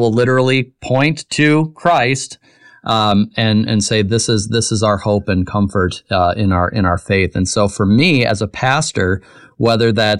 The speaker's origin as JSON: {"language": "English", "region": "Michigan", "country": "United States", "also_born_or_lived": "Kansas", "moved": "as an adult", "said": "I'm from Michigan originally"}